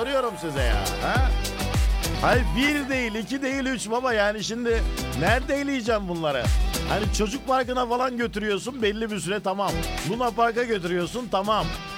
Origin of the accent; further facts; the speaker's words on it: Mersin, Turkey; Mersin'imiz işte ya. Canım memleketim ya. Bir başkadır benim memleketim.